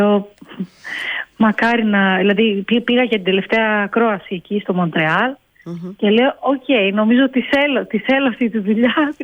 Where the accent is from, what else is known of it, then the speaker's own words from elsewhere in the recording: Crete, Greece; Γιατί επειδή μεγάλωσα και στην Κρήτη δεν έτυχε να το δω κάπου.